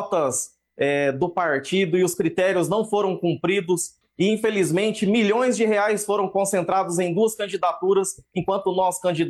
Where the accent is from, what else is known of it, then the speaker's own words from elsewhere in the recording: Goioerê, Paraná, Brazil; born there; also born or lived in Londrina; eu sou nascido lá em Goiôerê, tenho minhas raízes em Goiôerê, também aqui na região norte paranaense, em Londrina.